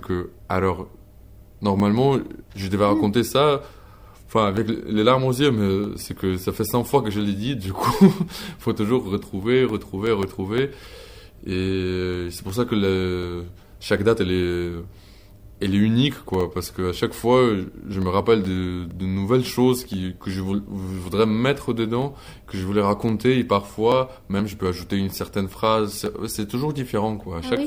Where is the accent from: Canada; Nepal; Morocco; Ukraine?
Ukraine; French is a second language; moved away as an adult; also born or lived in Moscow; now in France; en étant ukrainien, réfugié ukrainien en France